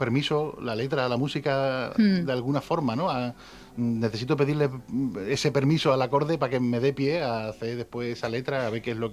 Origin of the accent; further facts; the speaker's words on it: Extremadura, Spain; Dedicadas a las zonas donde yo me crié de pequeño, a Extremadura en general, a los olores de mi tierra, a la gente que ha vivido aquí.